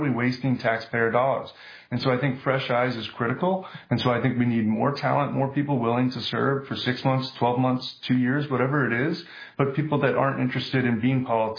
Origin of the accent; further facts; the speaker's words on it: New York City, New York, United States; I grew up in New York City, actually.